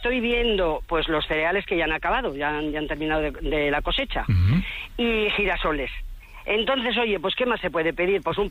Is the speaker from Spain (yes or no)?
yes; Villanueva de Gumiel, Castile and León, Spain; pues soy de Villanueva de Gumiel, somos un pueblo pequeño pero muy acogedor.